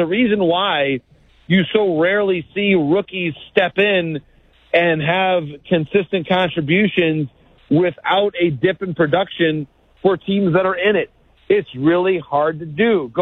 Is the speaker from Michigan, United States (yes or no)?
yes; Detroit, Michigan, United States; the Ichiro one in 2005 in my hometown of Detroit